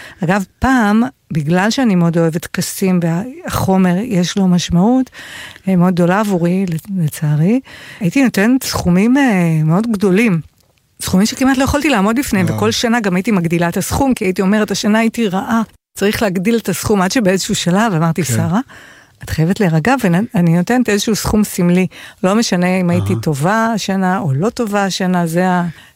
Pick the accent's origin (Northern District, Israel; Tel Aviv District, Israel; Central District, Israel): Tel Aviv District, Israel; Bnei Brak; אצלנו בבני ברק